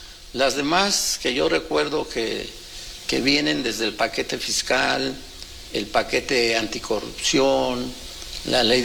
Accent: State of Mexico, Mexico; Yo, como soy del Valle de México, del altiplano, del centro, en particular del Estado de México, a lo mejor nunca en nuestra región No.

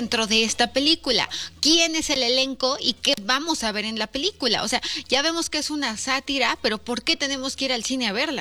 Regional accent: Mexico; soy mexicana

